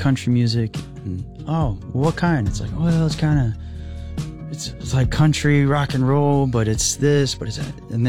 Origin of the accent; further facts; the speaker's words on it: Oklahoma, United States; born and raised in Oklahoma, like it has this inherent country thing to it.